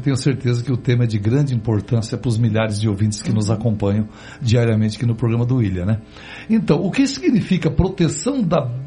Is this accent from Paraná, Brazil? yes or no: yes; Céu Azul, Paraná, Brazil; moved away; Fiz lá em Céu Azul, a cidadezinha do oeste do Paraná, onde eu me criei.